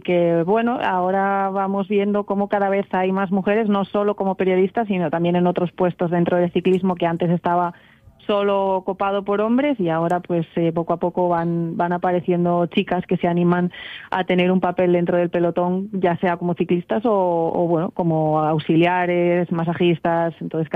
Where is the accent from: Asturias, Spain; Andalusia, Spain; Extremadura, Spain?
Asturias, Spain; vengo de Asturias